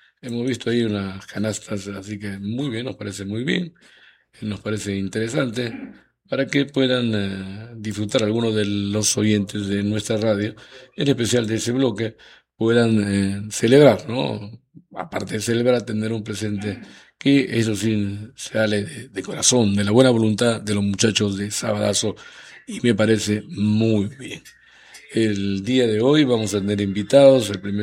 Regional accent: Trujillo, La Libertad, Peru; born there; now in Tarapoto, Peru; Me liga ya prácticamente, ya soy parte de Tarapoto, ¿no? A pesar de que mi punto de nacimiento es Trujillo, ¿no?

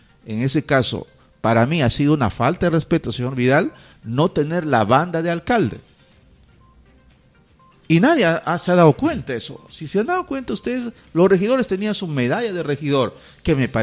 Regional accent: Tocache, San Martín, Peru; Yo que soy de Tocache, no voy a comportarme como cualquier chancho, ¿no?

